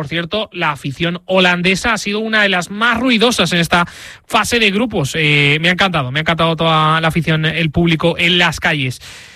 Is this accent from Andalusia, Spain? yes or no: no; Valencian Community, Spain; Yo además que soy valenciano, la taroncha, perfecto, amamos el naranja.